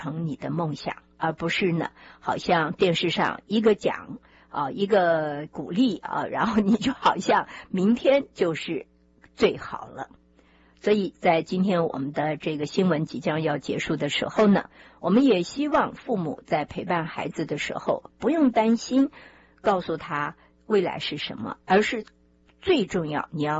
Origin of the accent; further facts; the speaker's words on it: Taiwan; moved away as an adult; now in United States; 我的父母出生在中国大陆，可是在49年他们逃亡到台湾，然后才有了我，然后我在长大之后才到美国来留学。